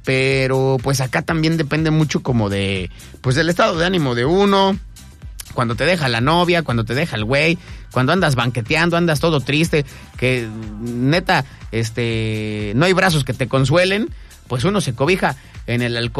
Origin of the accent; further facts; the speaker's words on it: Mexico City, Mexico; moved away; allá en la Capirucha, de donde soy yo y en el Establo de México